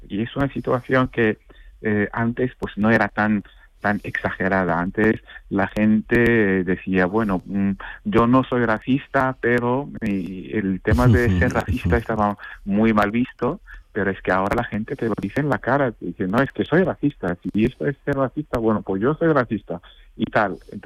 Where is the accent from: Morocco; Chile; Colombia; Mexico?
Morocco; now in Spain; los que pagamos somos los marroquíes que estamos aquí